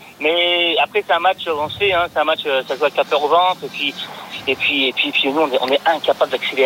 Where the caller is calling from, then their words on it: Saint-Étienne, Auvergne-Rhône-Alpes, France; en tant que Stéphanois